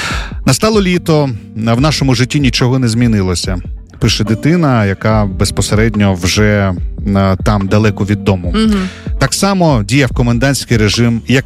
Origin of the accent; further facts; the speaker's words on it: Donetsk, Donetsk Oblast, Ukraine; moved away; мій рідний Донецьк.